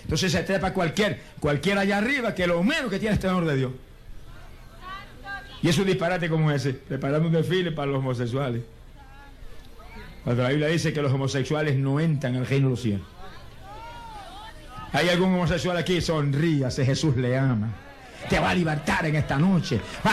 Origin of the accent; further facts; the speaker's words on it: Puerto Rico; Porque en mi país hay otros centros a favor de los adictos a drogas